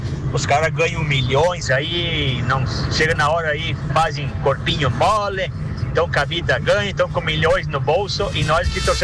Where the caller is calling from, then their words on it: Brazil; Nós somos brasileiros